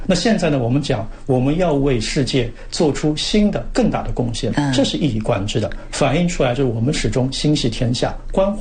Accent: China; 我们中国人以及我们中国共产党

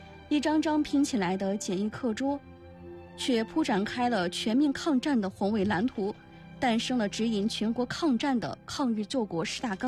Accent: Luochuan, Shaanxi, China; 我呢是一个土生土长的洛川姑娘，从小耳濡目染的就是洛川的红色故事，

